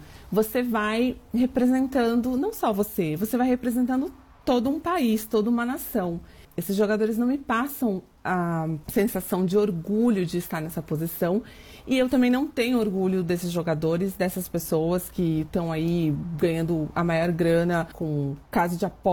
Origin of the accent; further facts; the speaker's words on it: Melbourne, Victoria, Australia; tenho 43 anos, sou de Melbourne e trabalho como redatora de conteúdo.